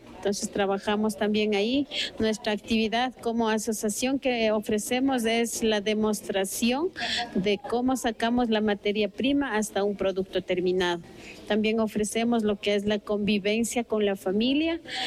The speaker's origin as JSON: {"language": "Spanish", "town": "Guano", "region": "Chimborazo", "country": "Ecuador", "said": "vengo de la comunidad de Pulingüí, pertenecemos a una asociación de mujeres Sumagaguana, somos del Cantón Guano, Parroquia San Andrés."}